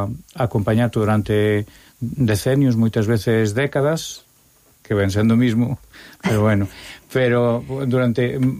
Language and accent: Galician; Santiago de Compostela, Galicia, Spain